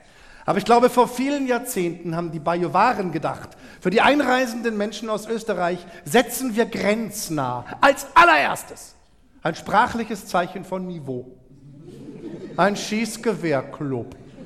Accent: Munich, Bavaria, Germany; moved away as an adult; Ich bin ja in München aufgewachsen worden. Bin dann nach der Schule nach Baden-Württemberg

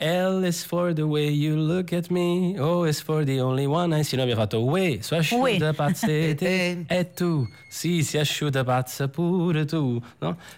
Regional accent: Naples, Campania, Italy; Figuriamoci, io che sono napoletano, dovevo per forza cantare napoletano.

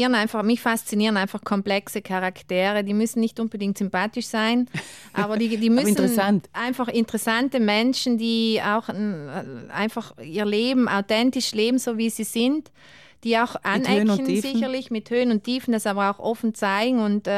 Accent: Ritten, Trentino-Alto Adige, Italy; Ich bin ein Berg, also ich bin ja am Ritten geboren und aufgewachsen.

